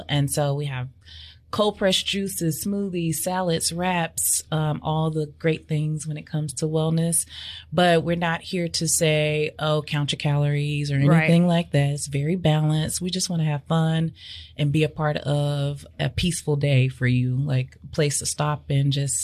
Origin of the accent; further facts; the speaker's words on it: Osceola, Arkansas, United States; now in Memphis, United States; So I am actually from Arkansas, Osceola, Arkansas, right across the bridge. Grew up listening to all the Memphis radios, all the Memphis news stations. So Memphis was my life growing up, pretty much. But moved here back again in 2019.